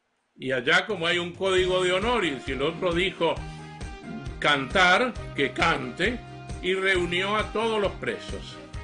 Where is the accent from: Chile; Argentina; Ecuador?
Argentina; Mendoza; en Argentina, de donde yo soy, en Mendoza